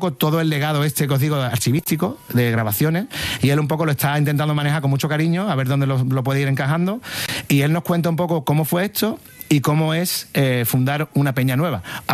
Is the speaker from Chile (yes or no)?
no; Jerez, Andalusia, Spain; Y dice, ¿tú de dónde eres, niño? Y digo, yo soy de Jerez.